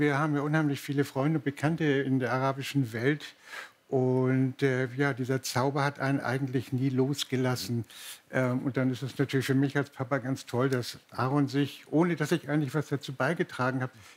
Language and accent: German; Hamburg, Germany; bin mit 17 schon als Hamburger nach Marokko gekommen